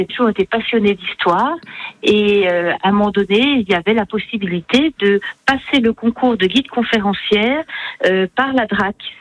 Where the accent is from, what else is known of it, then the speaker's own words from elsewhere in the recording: Dole, Bourgogne-Franche-Comté, France; moi je suis d'Auloise, je suis née à Dole, j'ai grandi à Dole